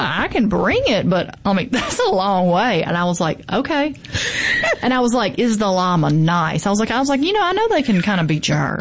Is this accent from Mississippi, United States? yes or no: yes; the Delta, Mississippi, United States; growing up in the Delta